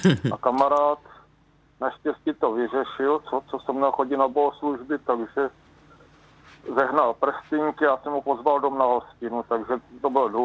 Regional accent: Olomouc, Olomouc Region, Czechia; Já jsem se modlil, já jsem věřící člověk, z Olomouce.

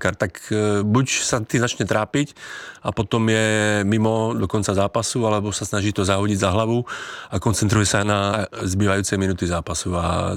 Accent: Slovakia; now in Czech Republic

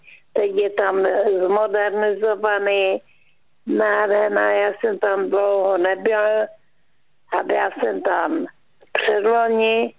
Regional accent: Jeseníky, Czechia; also born or lived in Valašsko; A Váchy, to je moje rodiště. Naši se přestěhovali po válce 45. na Jeseníky, tak jsem tam vyrůstala

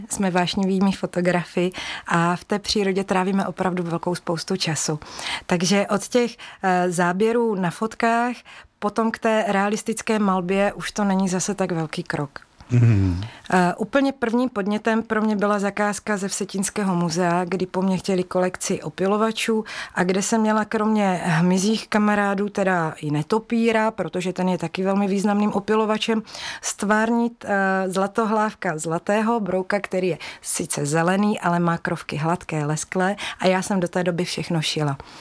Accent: Mohelnice, Olomouc Region, Czechia; jsem z Mohelnice a věnuji se tvorbě z filcu už 10 let.

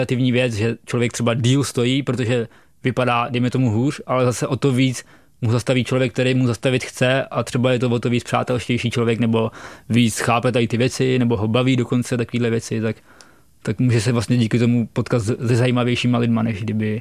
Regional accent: Chotěboř, Vysočina Region, Czechia; v mým rodním městě, jako v Chotěboři

